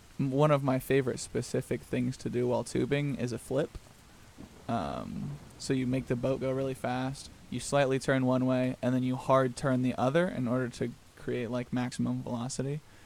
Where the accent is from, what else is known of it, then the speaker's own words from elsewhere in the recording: United States; a much smaller lake near my hometown, mm-hmm. In Tinyville, USA, and not a real place